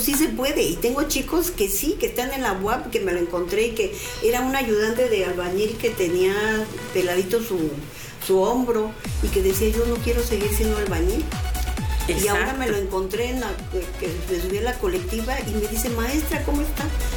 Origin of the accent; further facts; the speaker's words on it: Mexico City, Mexico; moved away as an adult; soy de la Ciudad de México, pero pues me vine a casar acá.